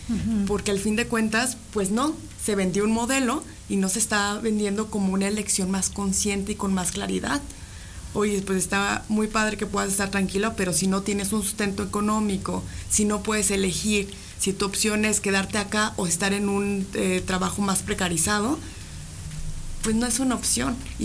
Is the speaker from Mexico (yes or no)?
yes; Mexico